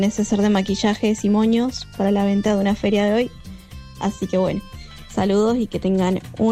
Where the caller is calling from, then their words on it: Neuquén, Argentina; Les mando un saludo de acá de Neuquén.